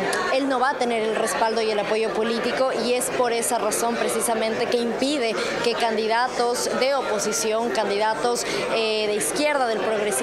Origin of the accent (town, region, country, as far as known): Ecuador